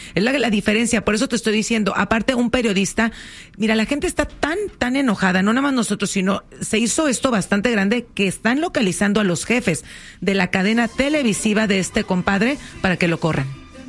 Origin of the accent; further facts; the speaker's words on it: Mexico; nosotros los mexicanos